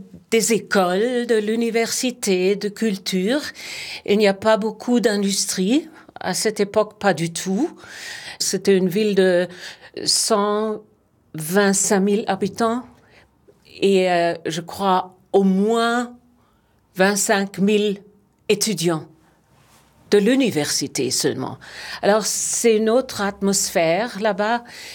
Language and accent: French; Würzburg, Bavaria, Germany; French is a second language; moved away as an adult; also born or lived in Mannheim / Dortmund / Hanover / Stuttgart; now in Munich, Germany; dans ma ville natale, Würzburg.